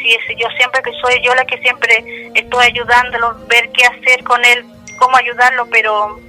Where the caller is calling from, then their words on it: Chiloé, Los Lagos, Chile; yo soy acá, de súper lejos, de Chiloé, lejísimo.